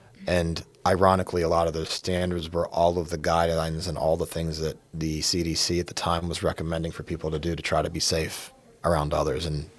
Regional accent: Pittsburgh, Pennsylvania, United States; moved away as an adult; now in Youngstown, United States; I'm from Pittsburgh. I went to Shadyside Academy, and I grew up here. I currently live in the Youngstown, Ohio area as a circumstance of COVID

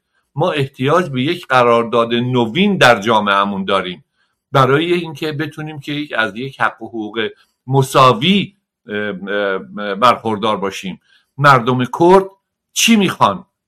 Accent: Iran; یا ما ایرانی هستیم یا ما ایرانی نیستیم. اگر ایرانی هستیم هممون ایرانی هستیم.

